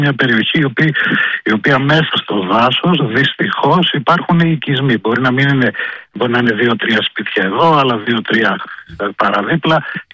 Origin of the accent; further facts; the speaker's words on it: Central Macedonia, Greece; κατάγομαι από Χαλκιδική, γνωρίζω τη συγκεκριμένη περιοχή.